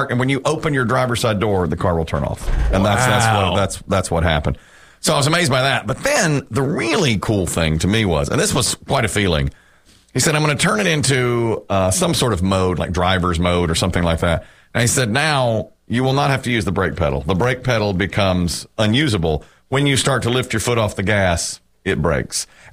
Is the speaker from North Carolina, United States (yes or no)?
no; Ashburn, Georgia, United States; Wayne Thomas Chevrolet in Ashburn, my hometown, is considering doing some advertising.